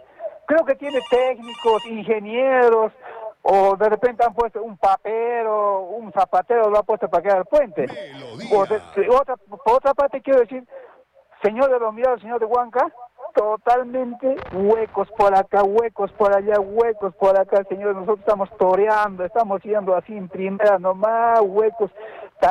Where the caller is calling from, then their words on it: Cayma, Arequipa, Peru; Estoy llamando de Caima.